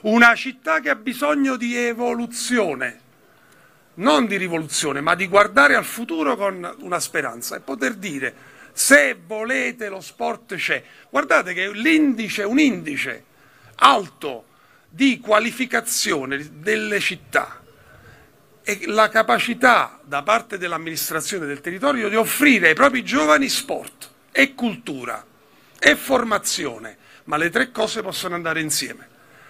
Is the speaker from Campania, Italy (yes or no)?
yes; Naples, Campania, Italy; io sono napoletano.